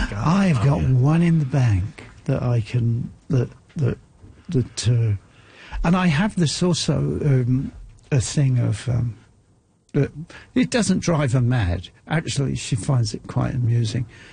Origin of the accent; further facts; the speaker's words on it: Ireland; And I'm Irish, you know.